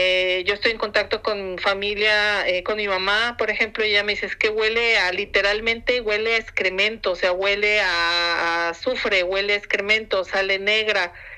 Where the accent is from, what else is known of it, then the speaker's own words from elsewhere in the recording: Guadalajara, Jalisco, Mexico; moved away; nacida y crecida, criada en Guadalajara por unos años.